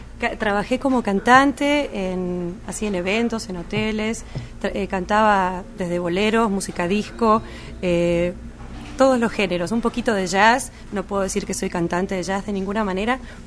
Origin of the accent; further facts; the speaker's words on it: Buenos Aires, Argentina; Soy de Recoleta, de ahí de Las Heras y Pueyrredón, donde pasan todos los colectivos. Muy cerquita de ahí.